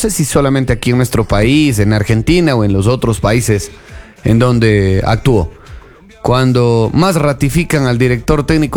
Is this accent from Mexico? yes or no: no; Ecuador; nosotros como imparciales en el caso de los ecuatorianos